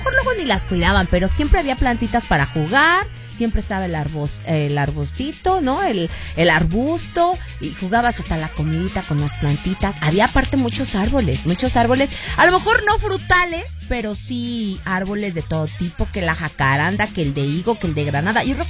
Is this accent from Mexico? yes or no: yes; Mexico; Al Ritmo del Sabor. Como buenos mexicanos, de verdad somos bien planteros.